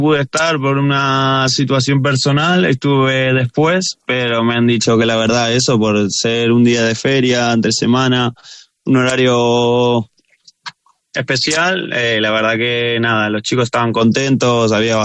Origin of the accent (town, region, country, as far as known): Argentina; accent: Argentine; now in Spain